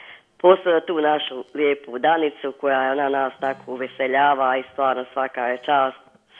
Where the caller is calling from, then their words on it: Oštra Luka, Republika Srpska, Bosnia & Herzegovina; iz Oštre Luke